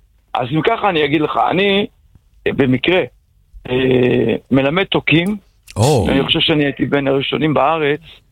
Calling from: Beit Shemesh, Jerusalem District, Israel

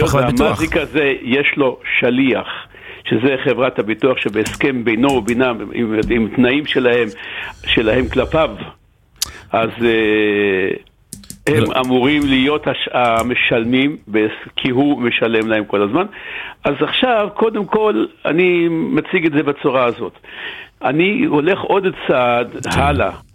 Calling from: Haifa, Haifa District, Israel

